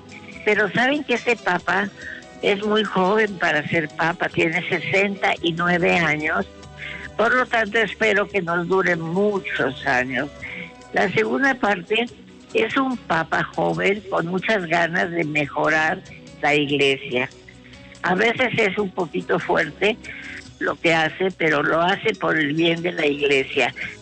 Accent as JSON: {"language": "Spanish", "country": "Mexico", "said": "nosotros, los mexicanos, que decimos barbaridades de repente."}